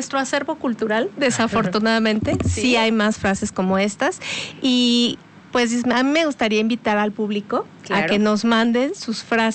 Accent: Mexico; Pero incluso como mexicanos tenemos otras.

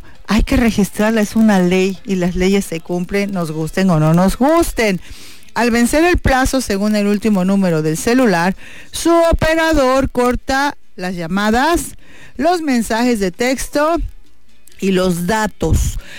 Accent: Mexico; soy mexicana

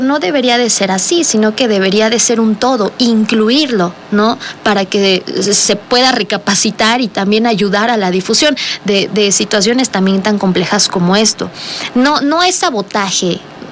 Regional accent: Mexico; nosotros como mexicanos

